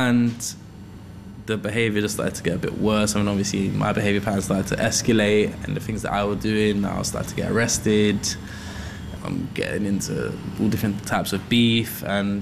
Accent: London, United Kingdom; born or raised there

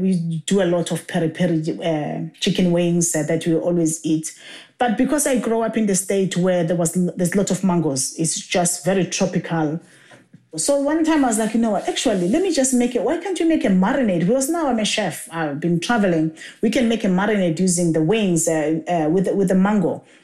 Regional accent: Durban, KwaZulu-Natal, South Africa; because I'm from Durban

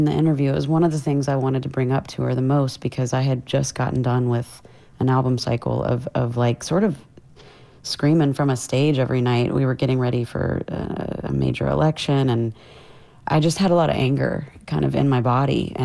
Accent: Meridian, Mississippi, United States; born or raised there

